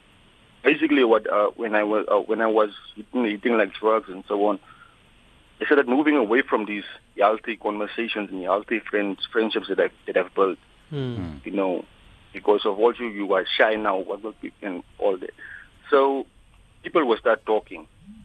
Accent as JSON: {"language": "English", "town": "Rehoboth", "region": "Hardap", "country": "Namibia", "tie": "born or raised there", "moved": "yes", "said": "And I came to my hometown, which is Rehoboth"}